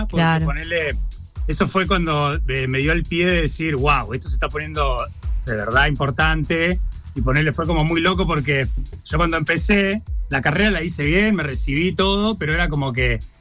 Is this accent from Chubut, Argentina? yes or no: yes; Comodoro Rivadavia, Chubut, Argentina; Soy de Chubut, de Comodoro Rivadavia. Vine acá, bien.